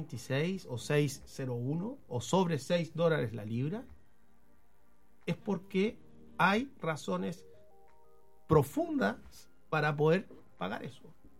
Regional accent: Valparaíso, Chile; Yo soy de Valparaíso

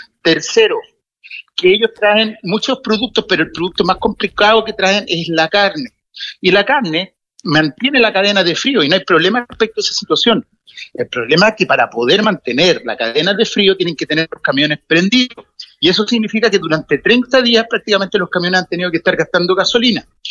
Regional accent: Los Andes, Valparaíso, Chile; now in Calle Larga, Chile; yo soy de acá de Los Andes, de la provincia, de la comuna de Los Andes

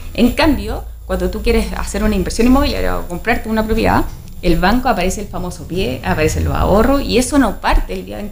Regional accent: Chile; somos, como chilenos en general, somos súper desordenados con nuestras finanzas.

